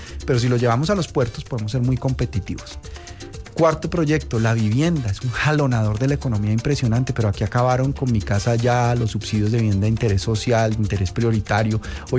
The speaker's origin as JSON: {"language": "Spanish", "country": "Colombia", "said": "si los colombianos logramos entender que unidos somos mucho más fuertes."}